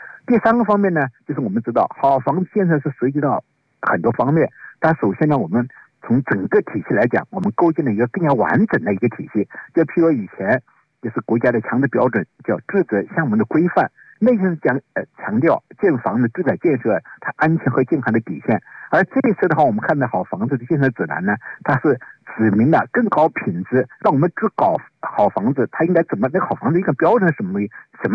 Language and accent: Chinese; China; 我们中国人